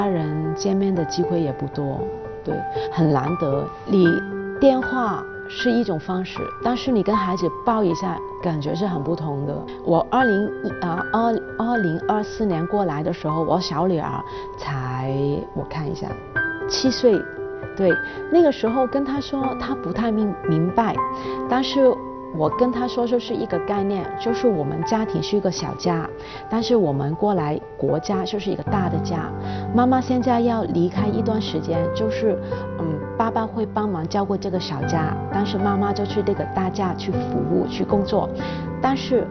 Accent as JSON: {"language": "Chinese", "country": "Hong Kong", "said": "我们香港那边"}